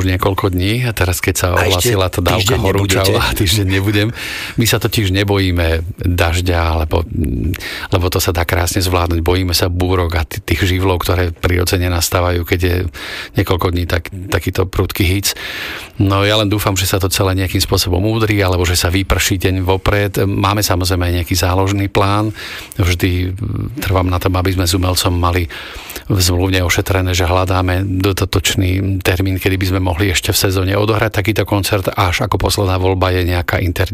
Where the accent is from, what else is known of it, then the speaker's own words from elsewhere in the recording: Nové Mesto nad Váhom, Trenčín Region, Slovakia; moved away; ja som rodák z Nového mesta nad Váhom, teda vyrástol som tam.